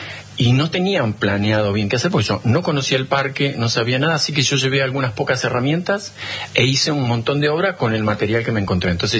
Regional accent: Bariloche, Río Negro, Argentina; born or raised there

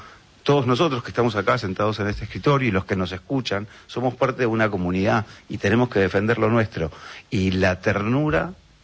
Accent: Buenos Aires Province, Argentina; born there

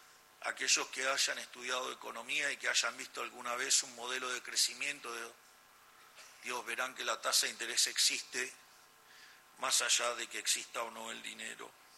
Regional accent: Argentina

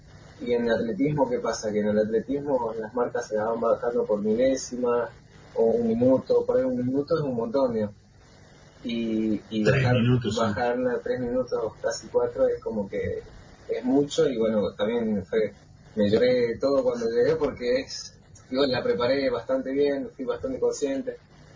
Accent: Salta, Argentina; born there; now in El Calafate, Argentina; yo soy de Salta. Nací en Salta

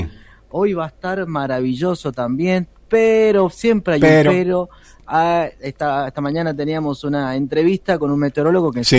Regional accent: Mendoza, Argentina

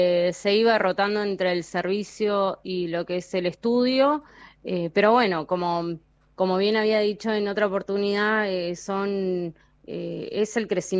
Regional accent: Río Grande, Tierra del Fuego, Argentina; Yo soy fueguina, soy nacida acá, mi mamá es nacida acá, soy criada en Río Grande, formada profesionalmente acá en Río Grande

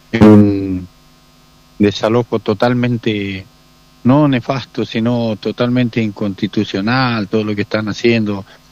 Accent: Villa La Angostura, Neuquén, Argentina

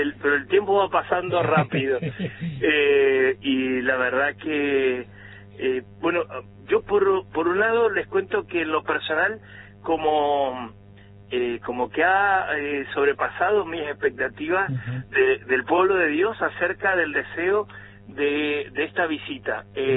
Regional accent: San Juan, Argentina; mi San Juan, de mi gente, de mis procesiones, de lo que vive mi pueblo en cuanto a fe, de novenas, de familia

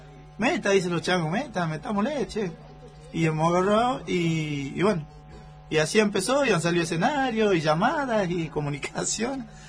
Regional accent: San Miguel de Tucumán, Tucumán, Argentina; moved away as an adult; now in San Rafael, Argentina; yo soy San Miguel de Tucumán, nacido allá, criado allá.

